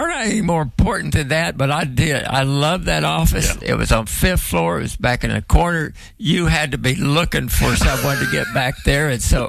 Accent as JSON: {"language": "English", "area": "Muskogee County", "region": "Oklahoma", "country": "United States", "tie": "born or raised there", "said": "I was raised in Muskogee County, 6 miles north of Shakota, 3 miles south of Wainwright, four and a quarter west of Oktahaw, and 5 3/4 from Council Hill on the east. The address was Oktahaw."}